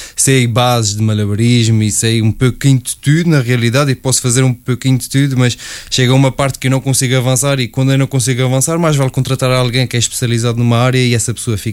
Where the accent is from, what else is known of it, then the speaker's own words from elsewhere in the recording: Azores, Portugal; accent: Micaelense; moved away as an adult; Não, esse é Miquelense. E o sotaque já está muito maltratado.